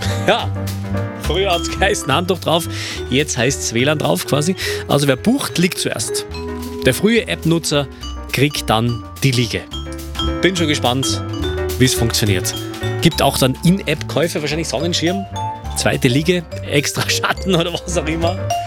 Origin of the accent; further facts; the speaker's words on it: Tyrol, Austria; als Tiroler